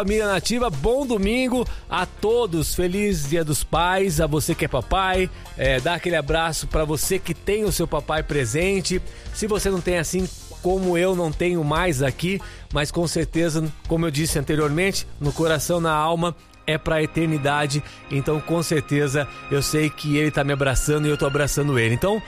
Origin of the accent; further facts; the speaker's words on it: Araras, São Paulo, Brazil; Eu sou de Araras